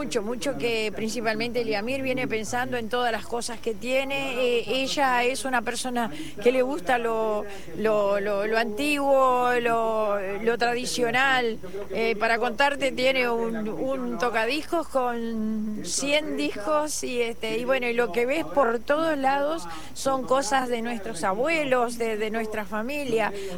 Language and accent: Spanish; San José, Uruguay; now in Las Piedras, Uruguay; soy maragata, nací aquí en San José, pero hace 70 años que vivo en Las Piedras